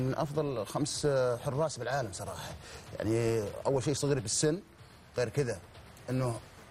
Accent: Saudi Arabia; وحنا كسعوديين وأنا كحارس

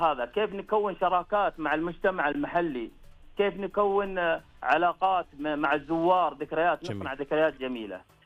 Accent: Taif, Makkah Province, Saudi Arabia; عندنا في الطائف

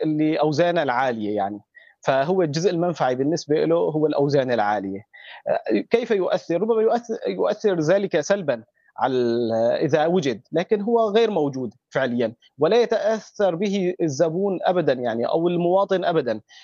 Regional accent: Aleppo, Aleppo Governorate, Syria; نحن عندنا في حلب

